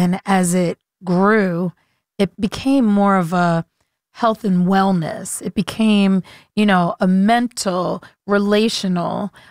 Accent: Baltimore, Maryland, United States; I grew up in Baltimore.

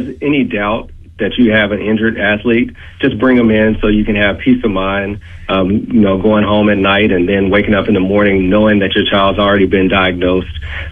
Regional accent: Muscle Shoals, Alabama, United States; moved away as an adult; also born or lived in Laurel, Mississippi; now in Jackson, United States; No, I'm from Muscle Shoals, Alabama. So I'm from the neighboring state.

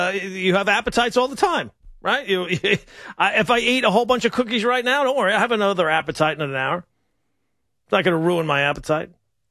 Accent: Long Island, New York, United States; where I grew up on Long Island

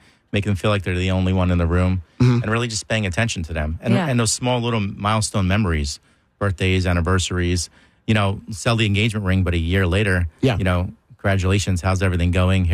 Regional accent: New York City, New York, United States; I grew up, there was five of us in a one-bedroom apartment in Brooklyn.

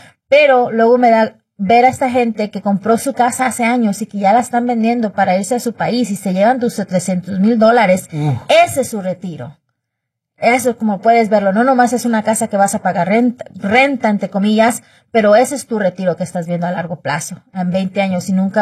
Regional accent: Mexico; como mexicano somos muy trabajadores

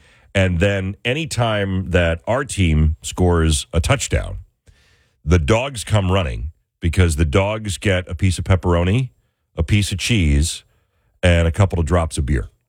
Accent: New York, United States; moved away; I grew up outside of Buffalo in a small farm town.

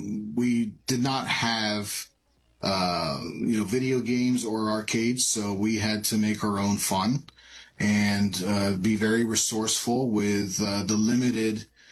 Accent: Jacksonville, New Jersey, United States

